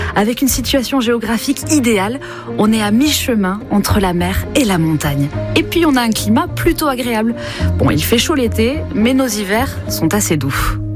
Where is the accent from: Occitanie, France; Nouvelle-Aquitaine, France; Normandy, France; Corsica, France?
Occitanie, France; Toulouse; Ici, le vent s'appelle le vent d'Autan et il souffle autant que chante notre accent.